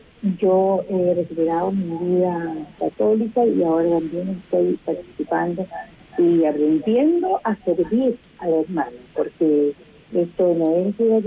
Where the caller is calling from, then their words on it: Maipú, Santiago Metropolitan Region, Chile; De Maipú.